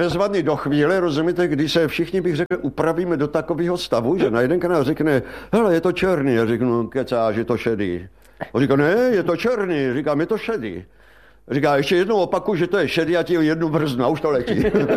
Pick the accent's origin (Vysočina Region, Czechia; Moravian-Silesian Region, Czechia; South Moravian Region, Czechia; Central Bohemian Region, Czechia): South Moravian Region, Czechia; Brno; A já mu říkám, pane řediteli … z Brna a rád bych k vám strašně do angažma.